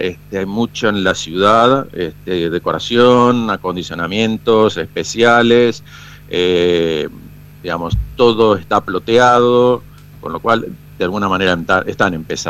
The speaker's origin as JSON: {"language": "Spanish", "town": "Rosario", "region": "Santa Fe", "country": "Argentina", "moved": "yes", "lives_now": "Kansas City, United States", "said": "Nosotros en la oficina somos tres rosarinos"}